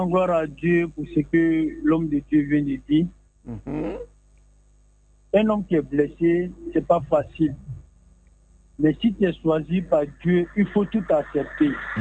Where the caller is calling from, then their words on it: Abidjan, Côte d’Ivoire; j'appelle de Port-Boué, Abidjan, Port-Boué.